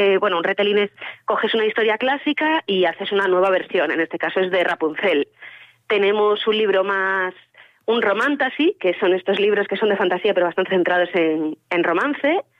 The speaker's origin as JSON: {"language": "Spanish", "area": "Sanabria", "region": "Castile and León", "country": "Spain", "tie": "born or raised there", "said": "Pues, a ver, yo soy de Sanabria, de siempre, de ir al cole, de criarme allí. Y yo siempre tuve claro que aunque, pues por estudios, por trabajo, yo me fui, si creaba algo mío, tenía que ser allí."}